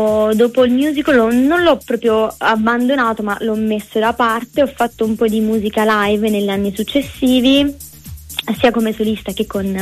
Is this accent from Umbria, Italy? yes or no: no; Apulia, Italy; io sono nata e cresciuta a Velle, in provincia di Lecce. Ho 23 anni